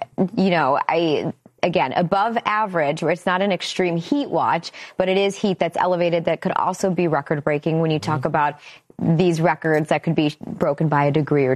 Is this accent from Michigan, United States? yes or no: yes; Detroit, Michigan, United States; my memory of growing up in Detroit